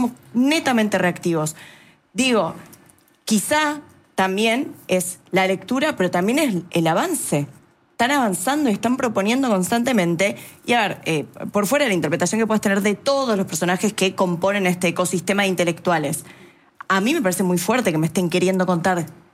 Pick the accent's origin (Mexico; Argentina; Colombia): Argentina; now in Buenos Aires, Argentina; Y a mí me pasa, como argentina y habitante de Buenos Aires